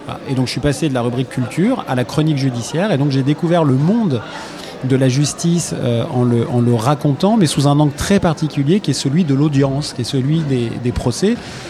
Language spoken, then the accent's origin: French; Lyon, Auvergne-Rhône-Alpes, France; born there; moved away; J'ai commencé le journalisme à 18 ans à Lyon, où je suis né